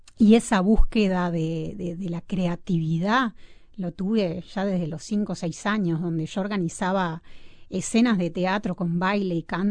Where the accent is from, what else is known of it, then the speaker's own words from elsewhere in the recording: Uruguay; moved away; also born or lived in London / Switzerland / Germany / United States; estar acá de vuelta en mi país, que siempre me abre los brazos